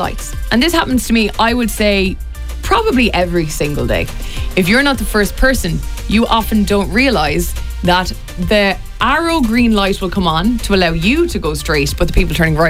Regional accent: Ireland; as an Irish person.

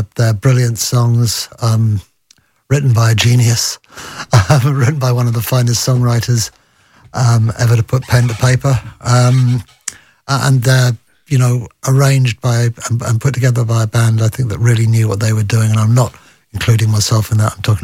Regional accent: London, United Kingdom; I grew up in Golders Green, which is very close to places like Cricklewood and Kilburn, which were obviously, you know, big Irish areas, and actually also not so far away from, you know, Archway and Holloway as well

